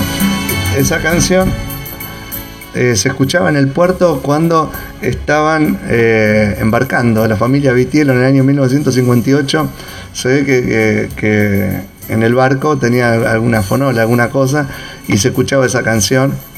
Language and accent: Spanish; Argentina